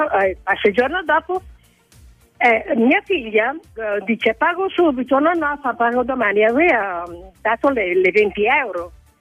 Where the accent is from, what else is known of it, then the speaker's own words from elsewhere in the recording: Mantua, Lombardy, Italy; Sono di Mantova, della zona di Valdaro.